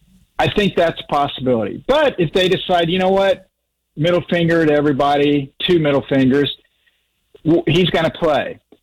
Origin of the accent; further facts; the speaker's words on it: Oklahoma, United States; I grew up in Oklahoma, so I grew up, there was a Southwest Conference.